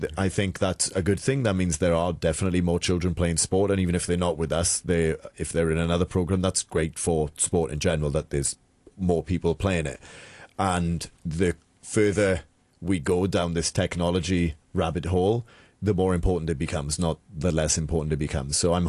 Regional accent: Wales, United Kingdom; now in Hong Kong; I'm from Wales, we're a 3 million strong nation

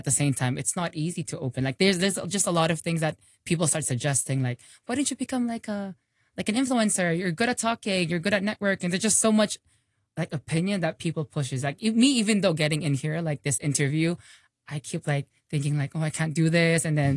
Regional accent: Hong Kong; born there; I'm Filipino, but, you know, my culture is because I'm born in Hong Kong. So I'm not really very familiar with the Philippines too.

